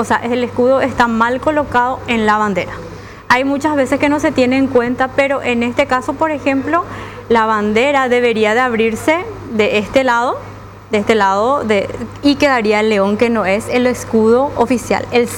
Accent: Paraguay; generalmente en Paraguay nosotros, como hablamos castellano

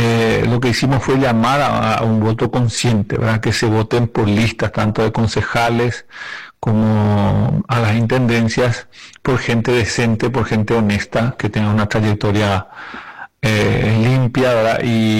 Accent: Paraguay; now in Alicante, Spain; como paraguayo en el exterior

